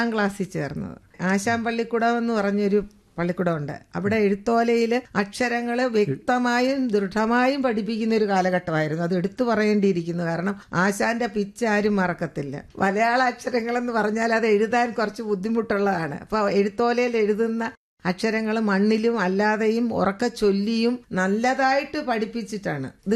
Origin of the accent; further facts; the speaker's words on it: Pallana, Kerala, India; ഞാൻ ജനിച്ചത് 1953 March 17 ആലപ്പുഴ ജില്ലയിലെ പല്ലന എന്ന ഗ്രാമത്തിലാണ്. മനോഹരമായ ഒരു ഗ്രാമമാണ് പല്ലന. കുമാരനാശാന്റെ റെഡീമർ ബോട്ട് മുങ്ങിയ കുമാരകോടി ഓട് വളരെ അടുത്ത് കിടക്കുന്ന ഒരു ഗ്രാമമാണ് പല്ലന.